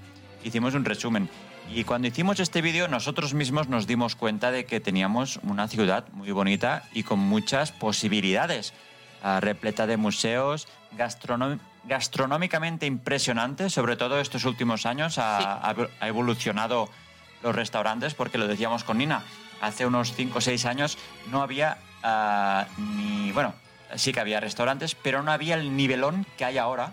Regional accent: Mataró, Catalonia, Spain; somos de Mataró, estamos hablando de Mataró, está en la provincia de Barcelona. Creo que son 33 kilómetros.

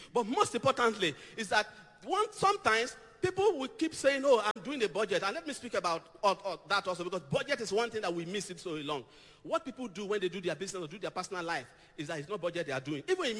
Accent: Akure, Ondo, Nigeria; as a young man growing up in Trem, Akure

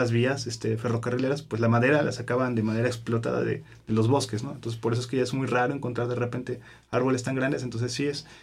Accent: Orizaba, Veracruz, Mexico; yo soy originario de Orizaba, de Orizaba, Veracruz. Yo me encuentro en un valle, entonces me encuentro rodeado de montañas

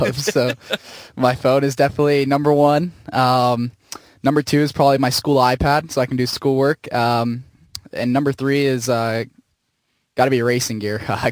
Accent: Miami, Florida, United States; I'm from Miami, born and raised, and my dad worked at Homestead Miami Speedway for 30 years or something crazy like that. So honestly, before I even started racing, I just grew up there.

